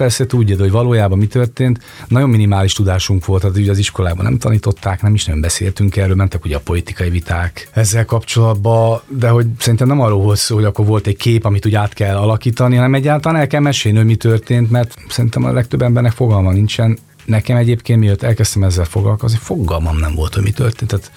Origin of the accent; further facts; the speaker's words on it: Hungary